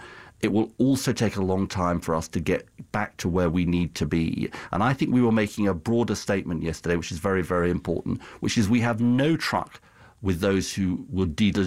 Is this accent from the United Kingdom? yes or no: yes; United Kingdom; in as a British Jew, and the reason we took the action